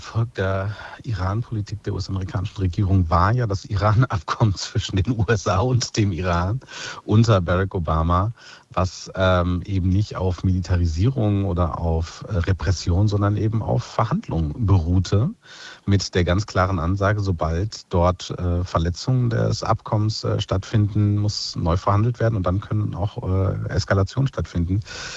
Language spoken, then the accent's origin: German; Germany; als Deutsche oder als Europäer